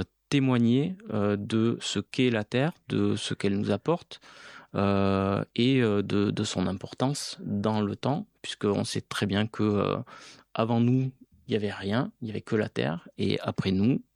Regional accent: Auvergne-Rhône-Alpes, France; born there; Alors, pour la petite histoire, moi, je suis né en Auvergne, donc pas très loin des volcans.

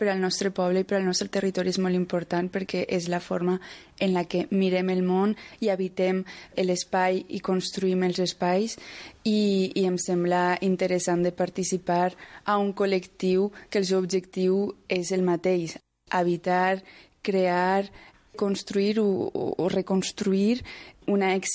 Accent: Valencian Community, Spain; Jo, personalment, com a valenciana, estudio l'occità

